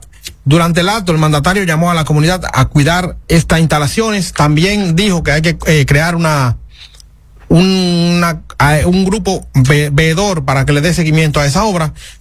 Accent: Dominican Republic

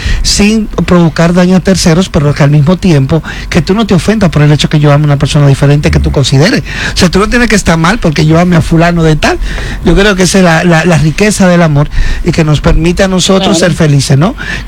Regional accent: Samaná, Dominican Republic; Oye, yo soy dominicano, Xiomara, pero yo soy de Samaná, yo he comido yaniqueque.

